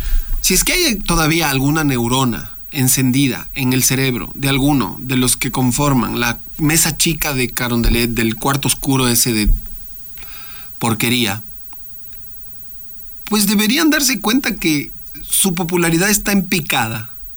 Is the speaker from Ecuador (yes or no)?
yes; Ecuador